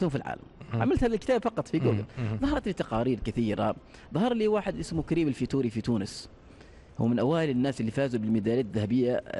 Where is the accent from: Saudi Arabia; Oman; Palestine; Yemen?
Oman